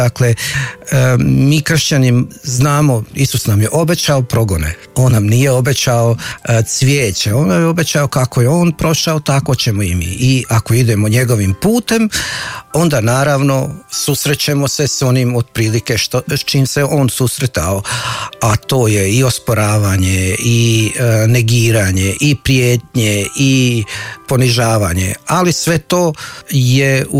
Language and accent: Croatian; Posušje, Federation of Bosnia and Herzegovina, Bosnia & Herzegovina; moved away as an adult; now in Zagreb, Croatia; ja sam iz Hercegovine rodom, iz Posušja, jedno selo pored Posušja, Bračanac. Tamo sam odrastao i onda sam završio u Zagrebu kao student pravnog fakulteta.